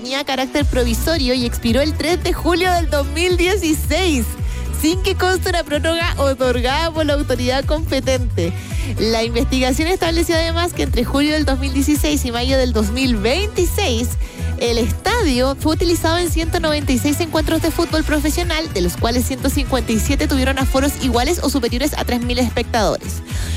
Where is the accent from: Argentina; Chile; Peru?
Chile; Calama, Antofagasta; Lo estoy diciendo yo, que soy de Calama.